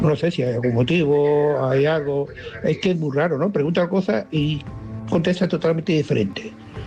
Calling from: Barcelona, Catalonia, Spain

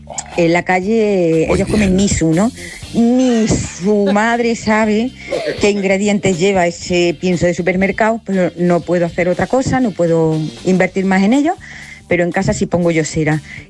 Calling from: Granada, Andalusia, Spain; de Granada.

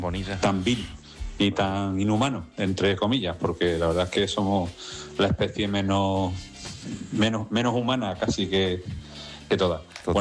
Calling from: Seville, Andalusia, Spain; de Sevilla.

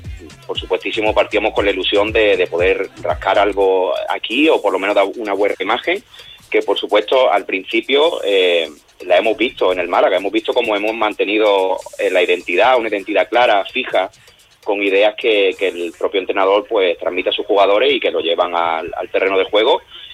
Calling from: Netherlands; Como cada partido vamos a estar desde Holanda

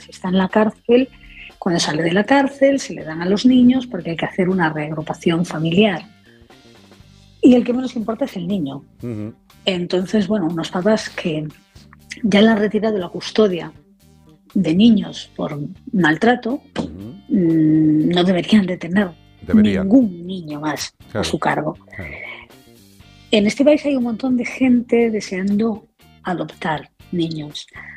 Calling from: Galicia, Spain; de Galicia.

